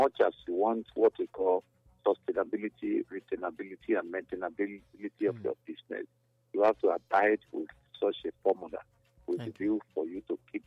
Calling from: Benin; I'm still calling from Benin.

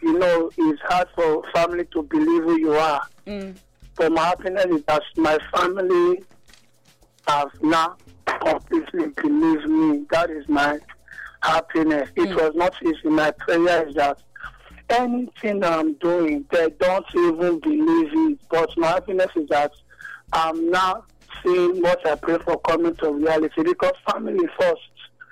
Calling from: Benin City, Edo, Nigeria; I'm calling from Benin City, Ugbowo Road.

